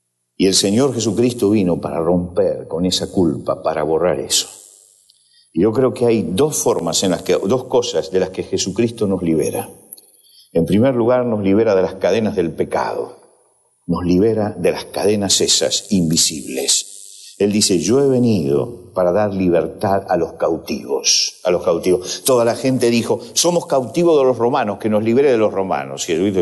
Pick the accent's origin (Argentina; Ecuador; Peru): Argentina; es porque como nación no hemos sabido romper como argentinos los yugos de pecado que había en nuestra propia vida.